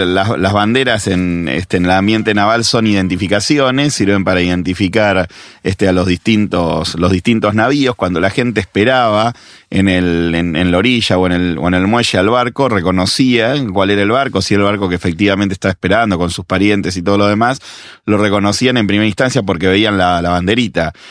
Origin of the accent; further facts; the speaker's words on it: Argentina; Hace poco vi una serie filmada en mi país, en Argentina